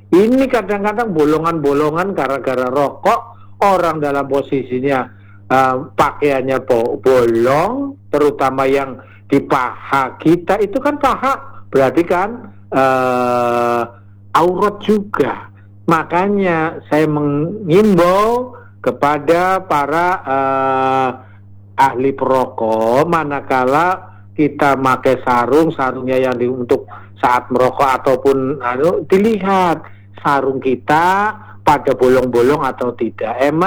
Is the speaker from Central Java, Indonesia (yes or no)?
no; Cirebon, West Java, Indonesia; kalau kita orang Cirebon menyebutnya dengkul